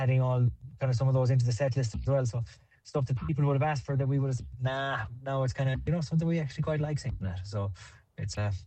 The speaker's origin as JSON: {"language": "English", "town": "Ennis", "region": "Munster", "country": "Ireland", "tie": "born or raised there", "said": "Socks started 17 years ago back in my hometown of Ennis, County Clare."}